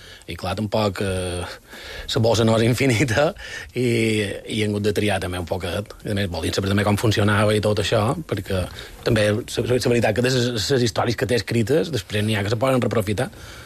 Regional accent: Campanet, Balearic Islands, Spain; Sí, perquè jo som de Campanet.

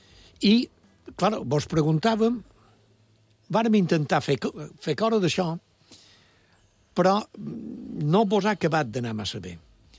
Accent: Vilafranca, Balearic Islands, Spain; Jo som de Vilafranca i vaig anar...

